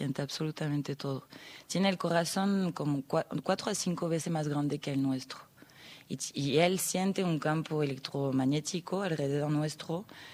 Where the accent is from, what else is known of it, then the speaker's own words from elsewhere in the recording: France; moved away as an adult; now in San Salvador de Jujuy, Argentina; Soy de Francia y llegué a Jujuy viajando. Me enamoré de la provincia y me quedé. No me fui más.